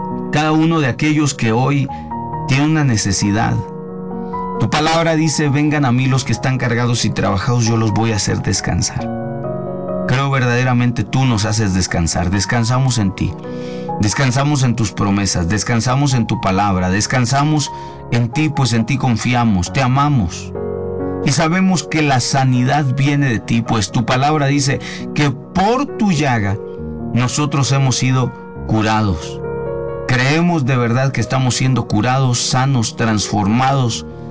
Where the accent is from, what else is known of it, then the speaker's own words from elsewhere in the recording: Mexico; Pues somos mexicanos